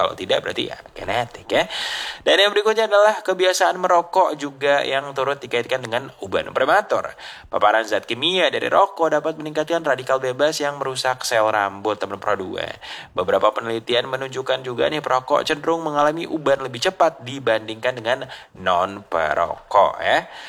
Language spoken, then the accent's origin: Indonesian; Indonesia; karena kita orang Indonesia, kita orang Asia